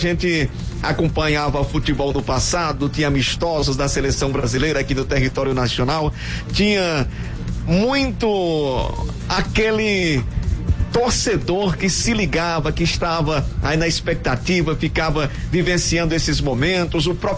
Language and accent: Portuguese; Brazil